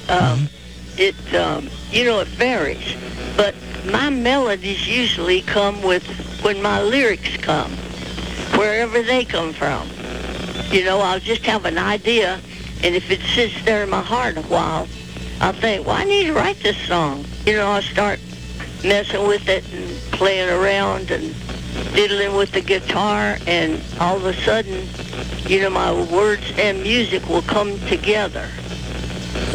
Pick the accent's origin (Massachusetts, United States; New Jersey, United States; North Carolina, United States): North Carolina, United States; Mount Airy; I had a great growing up time just because I lived in Mount Airy. Mm. I think it's the best little hometown in the whole USA.